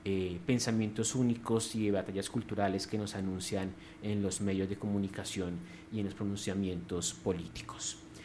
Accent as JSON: {"language": "Spanish", "country": "Colombia", "said": "para vernos como colombianos"}